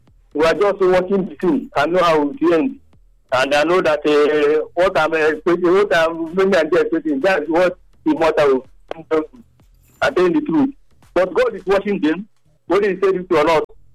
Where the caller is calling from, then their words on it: Nigeria; we are Nigerian.